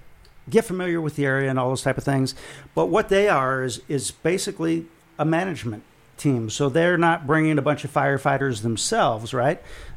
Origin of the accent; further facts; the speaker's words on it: South Dakota, United States; I'm from South Dakota.